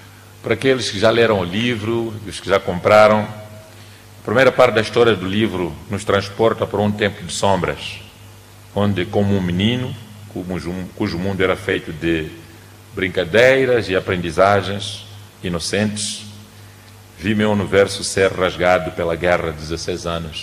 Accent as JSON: {"language": "Portuguese", "town": "Inhaminga", "region": "Sofala", "country": "Mozambique", "tie": "born there"}